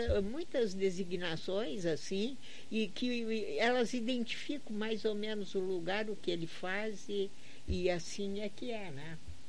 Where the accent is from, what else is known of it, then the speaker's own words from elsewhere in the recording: Brazil; todos nós que somos brasileiros